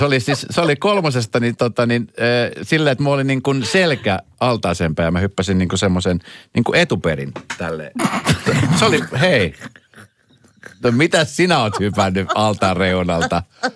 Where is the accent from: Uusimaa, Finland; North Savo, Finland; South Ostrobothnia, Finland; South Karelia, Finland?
Uusimaa, Finland; Espoo; minä espoolaisena